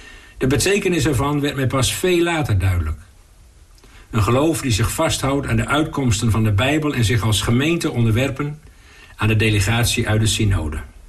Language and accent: Dutch; Groningen, Netherlands; In het dorp waar ik opgroeide, aan de Dollard in het Oldambt